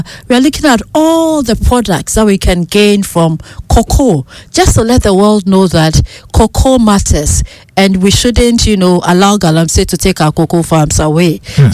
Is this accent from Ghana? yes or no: yes; Ghana; And I was so proud as a Ghanaian, you know.